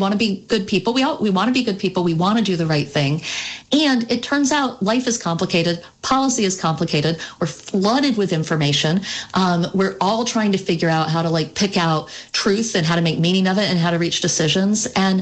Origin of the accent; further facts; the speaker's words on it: the South, United States; moved away as an adult; now in Vermont, United States; as a Southerner, as a stranger in a strange land, although I've lived in Vermont for 21 years now, but as a Southerner